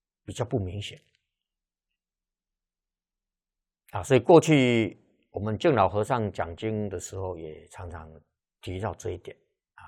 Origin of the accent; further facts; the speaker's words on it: China; 我们中国人